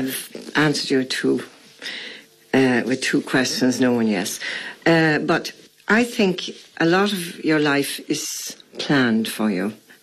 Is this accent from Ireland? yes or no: yes; Ireland; our tradition in Ireland, the home is sacred.